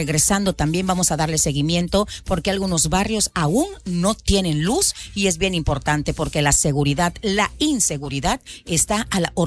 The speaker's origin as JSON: {"language": "Spanish", "town": "Mapastepec", "region": "Chiapas", "country": "Mexico", "said": "como mapanecos en alguna forma nos afecta"}